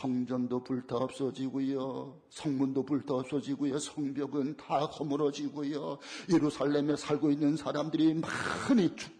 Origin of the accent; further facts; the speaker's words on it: South Korea; 우리가 대한민국에 태어나서 대한민국 국민이 되어진 것을